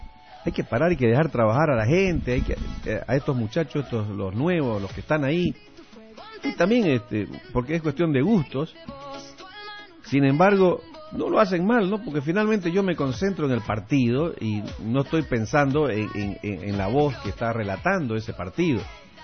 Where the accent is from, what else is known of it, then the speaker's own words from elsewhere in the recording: Santa Cruz, Bolivia; acá como somos futboleros, los cruceños, los bolivianos